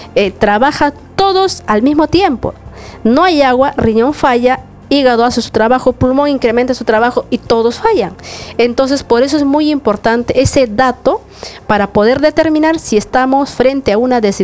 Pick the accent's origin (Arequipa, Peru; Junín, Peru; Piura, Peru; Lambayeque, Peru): Junín, Peru; Mazamari; Así es. Bueno, yo vengo desde Mazamari.